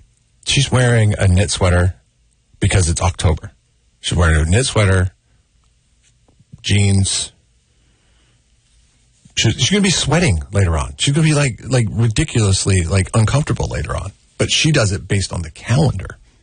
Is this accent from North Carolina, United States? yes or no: no; Seattle, Washington, United States; now in San Luis Obispo County, United States; I grew up in Seattle. It gets colder overnight here than it does in Seattle by far.